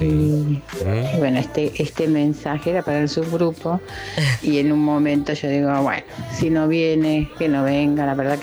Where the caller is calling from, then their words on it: Avellaneda, Buenos Aires Province, Argentina; Hola, buen día … de Avellaneda.